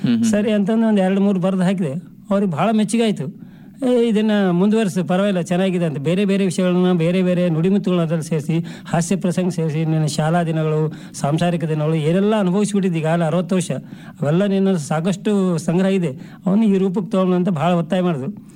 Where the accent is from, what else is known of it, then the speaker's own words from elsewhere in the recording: Bagalwad, Karnataka, India; also born or lived in Sindhanur; ನಾನು ಆಗಿನ ಮಾನವಿ ತಾಲೂಕು, ಈಗಿನ ಸಿರಿವಾರ ತಾಲೂಕು, ಬಾಗಲವಾಡದಲ್ಲಿ 1960 ಜನಿಸಿದೆ. ಅದೇ ನನ್ನ ತಾಯಿ ತವರ ಮನೆ. ನಾವು ತಾಯಿ ಆಸ್ತಿಗೆ ಬಂದದ ಕಾರಣ ಇಲ್ಲೇ ಇದ್ವಿ.